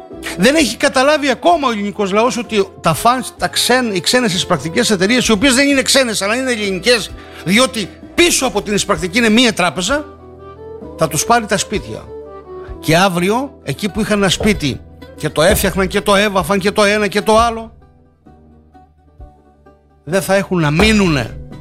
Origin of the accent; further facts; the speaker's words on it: Crete, Greece; Μένα το χωριό μου να μείνει ελληνικό και κριτικό στην Κρήτη που είμαι, με ενδιαφέρει.